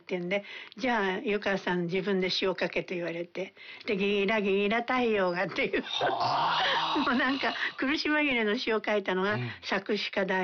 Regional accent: Yonezawa, Yamagata, Japan; also born or lived in Tokyo; 米沢が父の、あの父方のずっと出身地で、うん、はい、でちょうど戦争中は小学校2年から5年まで米沢で育ちました、うん、疎開して。

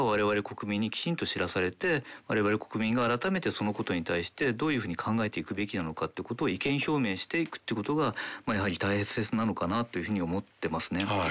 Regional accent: Kanto, Japan; 私、1963年に生まれて、主に関東で暮らして成長してきたんですけれども

